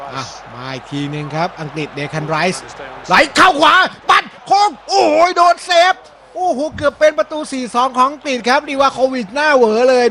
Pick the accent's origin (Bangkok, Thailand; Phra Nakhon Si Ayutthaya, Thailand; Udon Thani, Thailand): Bangkok, Thailand; เหมือนจริงๆผมเกิดโรงพยาบาลศิริราชเกิดที่โรงพยาบาลศิริราช